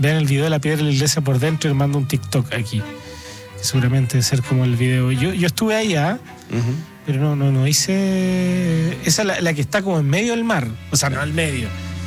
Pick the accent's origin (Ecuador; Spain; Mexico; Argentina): Argentina; Constitución; A ver, yo soy de Conti